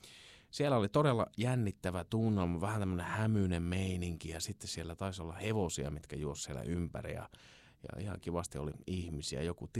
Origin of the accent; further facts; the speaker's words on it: Kontiolahti, North Karelia, Finland; Kontiolahdelta, kun olen kotoisin